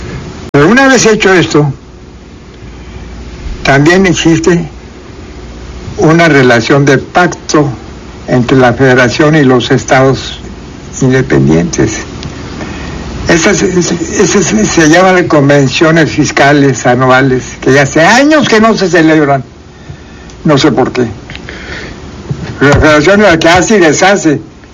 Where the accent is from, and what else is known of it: Quintana Roo, Mexico